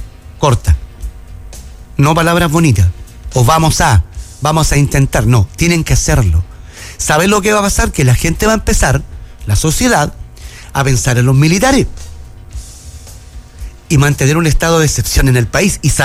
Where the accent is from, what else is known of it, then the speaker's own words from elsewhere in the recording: Chile; Estoy hablando como chileno.